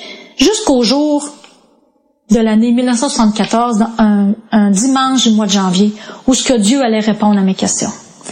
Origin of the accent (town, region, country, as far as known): Quebec City, Quebec, Canada; born there